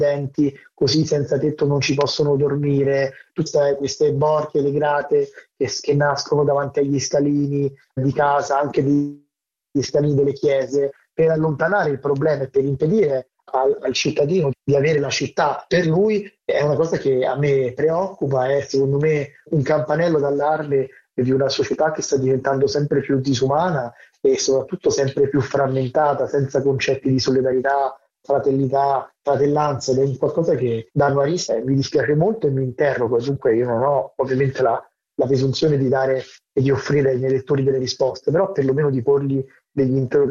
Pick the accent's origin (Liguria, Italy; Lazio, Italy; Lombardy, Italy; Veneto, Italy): Lazio, Italy; Rome; born or raised there